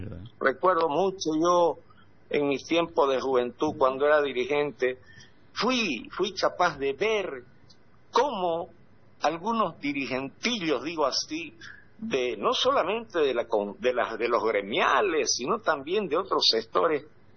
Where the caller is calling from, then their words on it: Santa Cruz, Bolivia; yo como cruceño y mucha gente cruceña